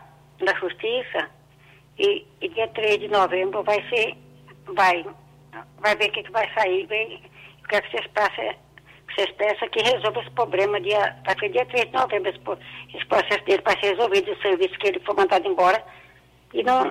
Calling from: Santa Bárbara d'Oeste, São Paulo, Brazil; De Santa Bárbara do Oeste, São Paulo.

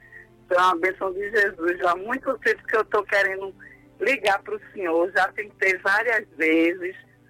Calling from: Tracunhaém, Pernambuco, Brazil; Eu falo de Tracunhaém.

